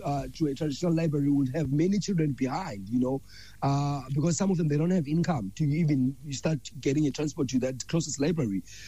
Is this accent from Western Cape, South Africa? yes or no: yes; Vrygrond, Western Cape, South Africa; I was born and raised in Vryheid, like 15 minutes away from the Muizenberg area.